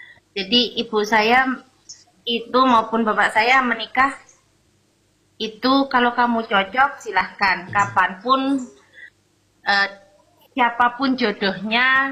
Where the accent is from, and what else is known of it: East Java, Indonesia; moved away as an adult; now in Madura, Indonesia